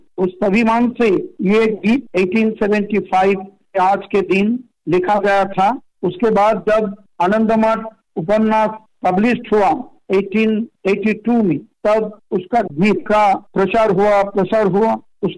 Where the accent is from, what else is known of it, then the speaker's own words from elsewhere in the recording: Murshidabad district, West Bengal, India; ये मेरे लिए गर्व की बात है कि मैं मुर्शिदाबाद जिला से बिलोंग करता हूँ।